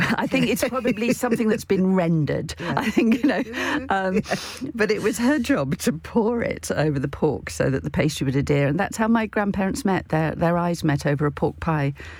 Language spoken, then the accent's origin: English; Melton Mowbray, East Midlands, United Kingdom; born there; Yes, I was born in Melton Mowbray, which is famous mostly, in fact, only, for the pork pies.